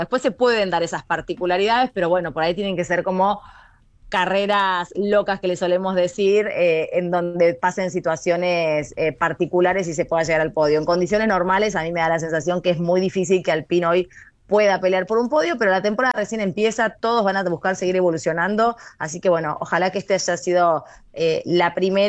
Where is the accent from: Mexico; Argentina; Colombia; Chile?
Argentina; vieron cómo somos los argentinos